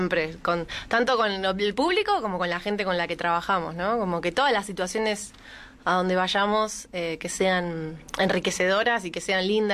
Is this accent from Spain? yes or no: no; Lomas de Zamora, Buenos Aires Province, Argentina; Vengo de Loma de Zamora